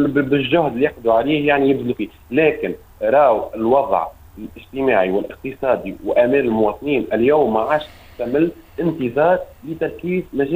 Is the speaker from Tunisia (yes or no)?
yes; Tunisia; عندنا في تونس مخزون كبير